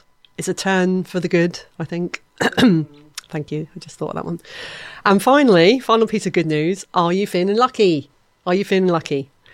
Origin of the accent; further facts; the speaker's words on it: Great Yarmouth, East of England, United Kingdom; when we were growing up around Great Yarmouth